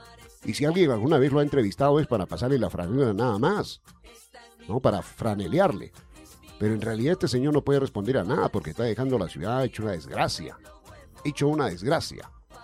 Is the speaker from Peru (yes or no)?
yes; Huancayo, Junín, Peru; Y así somos los peruanos, ¿no? Así somos los huancaínos, los que vivimos en esta ciudad.